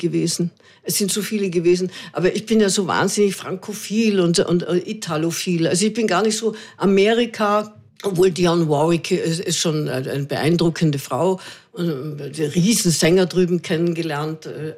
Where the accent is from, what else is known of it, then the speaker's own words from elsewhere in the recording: Austria; je suis désolée, je suis autrichienne. Und also es tut mir wahnsinnig leid, aber ich bin Österreicherin.